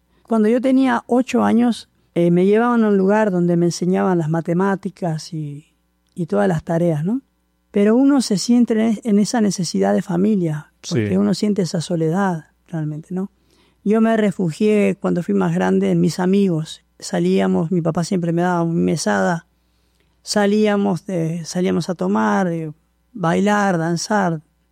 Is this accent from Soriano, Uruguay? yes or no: yes; Mercedes, Soriano, Uruguay; also born or lived in Montevideo, Uruguay; Prácticamente yo nací en Montevideo, un día 2 de febrero. Y luego me fui al interior, nos mudamos al interior. Estuve en la ciudad de Mercedes.